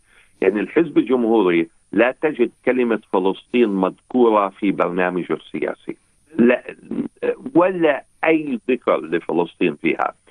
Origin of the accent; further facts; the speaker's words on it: Palestine; now in Iowa, United States; كفلسطينيين أمريكيين